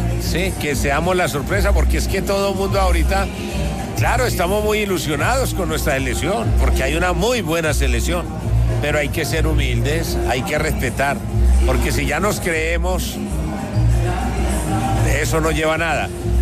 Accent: Colombia; Nosotros como colombianos estamos muy entusiasmados

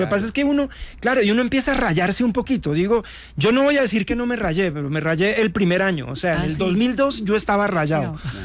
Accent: San Gil, Santander, Colombia; born there; me trepé por primera vez a un escenario, 5 añitos, sí, colegio cooperativo en San Gil, hablo de San Gil.

